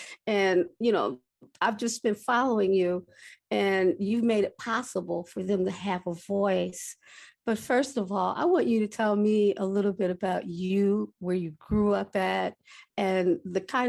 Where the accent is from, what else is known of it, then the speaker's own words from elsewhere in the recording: Milwaukee, Wisconsin, United States; we have, you know, a lot of beautiful experiences growing up in Milwaukee.